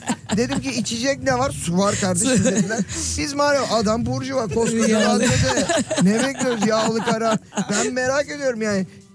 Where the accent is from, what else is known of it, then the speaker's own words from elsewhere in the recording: İzmir, Turkey; Tabii ben İzmirliyim zaten.